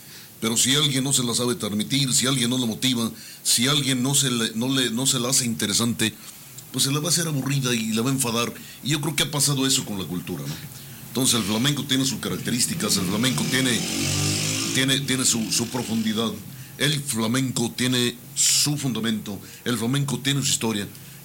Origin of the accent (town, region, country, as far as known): Mexico